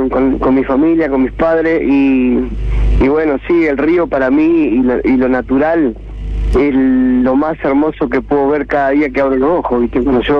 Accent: Rosario, Santa Fe, Argentina; now in Pueblo Esther, Argentina; Sí, yo soy nacido en la cuna de la bandera y criado un poco en la isla, por ahí, ahora resido en la ciudad de Puebla Ester, pero sí, soy nacido en Rosario

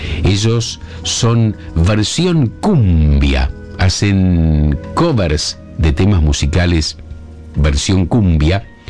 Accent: Arequito, Santa Fe, Argentina; Arequito, mi pueblo

